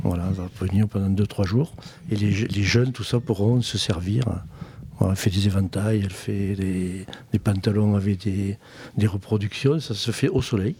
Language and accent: French; Revel, Occitanie, France; Je suis natif de Revel, donc, et mes grands-parents étaient natifs de Sorèz.